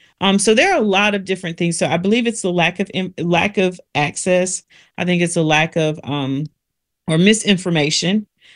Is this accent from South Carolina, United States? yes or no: yes; South Carolina, United States; I'm from South Carolina